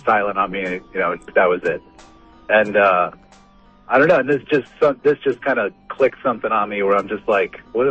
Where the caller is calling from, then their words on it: New York, United States; in New York.